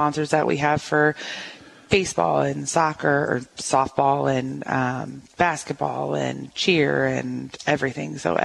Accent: Rochester, United States; I was born and raised in Rochester.

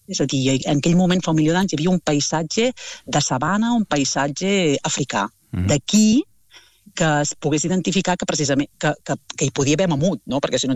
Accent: Tarragona, Catalonia, Spain; now in Burgos, Spain; jo estic a Tapuerca, però pels que som de Tarragona, de la zona de Tarragona, de la Costa Daurada

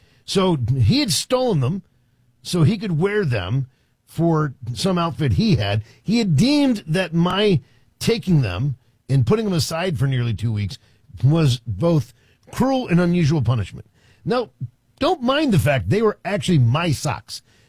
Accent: East Coast, United States; So I grew up on the East Coast where we had Bob's Big Boy.

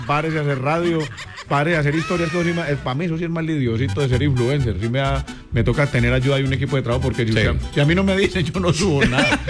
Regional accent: Colombia; Uno inventa muchas cosas, somos colombianos, hijo de madre.

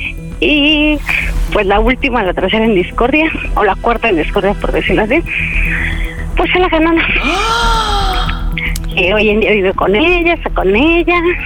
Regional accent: Ecatepec, State of Mexico, Mexico; Tengo 31 años y de Ecatepec.

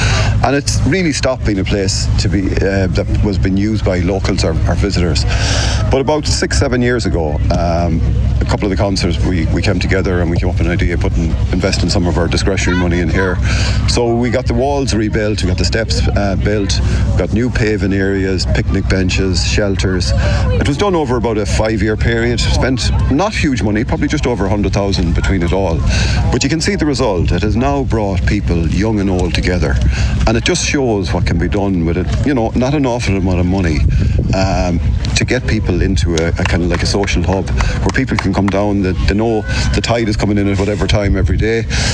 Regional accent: Westport, Connacht, Ireland; while I'm from Westford, I still have a great fondness for Castlebar and other towns around.

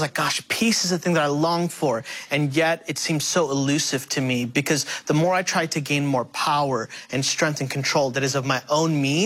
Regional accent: India; first language Telugu; So my first language, y'all, was actually Telugu, one of the major dialects in mm-hmm. India.

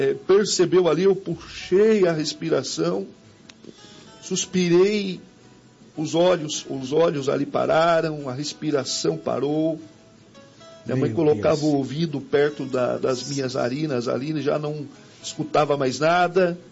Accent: Bragança Paulista, São Paulo, Brazil

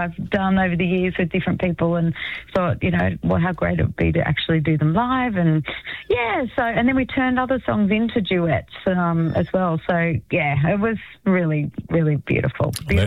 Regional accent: Wamboin, New South Wales, Australia; I grew up in an area called Womboyne. So not Wombian, not the Wombian case. Womboyne. It's near Bungendore, on the outskirts of Canberra.

